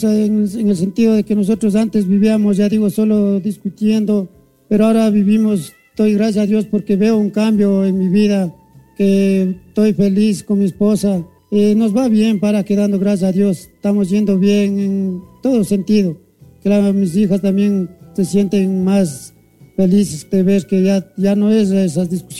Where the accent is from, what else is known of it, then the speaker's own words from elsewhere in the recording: Cochabamba, Bolivia; soy de Cuchabamba.